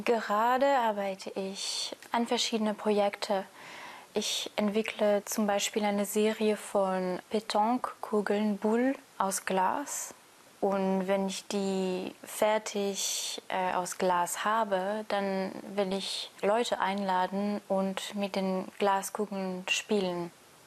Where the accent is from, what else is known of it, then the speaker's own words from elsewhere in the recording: France; German is a second language; now in Halle, Germany; 29, ich komme aus Frankreich. Ich würde mich als multidisziplinäre bildende Künstlerin bezeichnen.